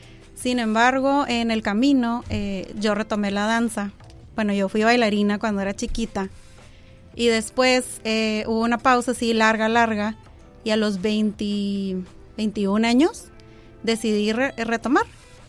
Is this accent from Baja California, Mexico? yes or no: yes; Tijuana, Baja California, Mexico; De aquí, de Tijuana